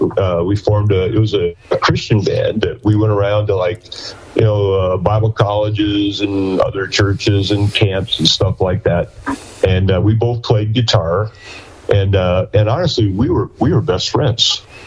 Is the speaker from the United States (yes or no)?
yes; Beardstown, Illinois, United States; Well, we were both originally born and raised in Illinois. It turns out we're only about a half hour apart along the Illinois River. I was born in a town called Beardstown